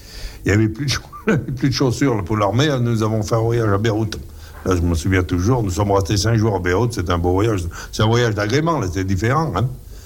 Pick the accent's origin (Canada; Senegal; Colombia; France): France; Auvergne-Rhône-Alpes; J'aurais jamais cru que les Allemands fassent un massacre pareil dans notre coin, hein, chez nous